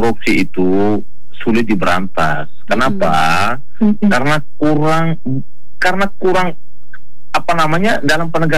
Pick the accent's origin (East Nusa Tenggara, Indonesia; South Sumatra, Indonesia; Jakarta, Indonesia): East Nusa Tenggara, Indonesia; Karena saya ini orang Nusa Tenggara Timur